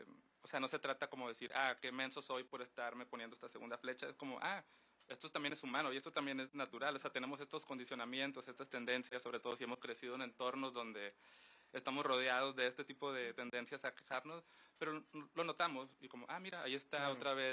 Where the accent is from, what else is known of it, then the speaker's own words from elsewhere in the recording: Mexicali, Baja California, Mexico; Yo soy de Mexicali.